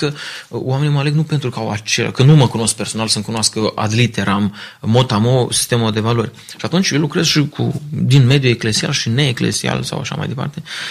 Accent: Romania

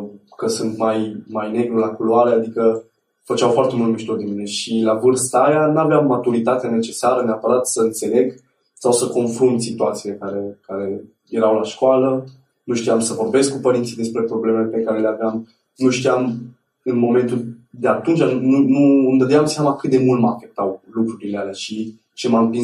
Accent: Drobeta-Turnu Severin, Mehedinți County, Romania; born there; Eu m-am născut în Turnu Severin, undeva pe lângă Turnu Severin, într-un sat.

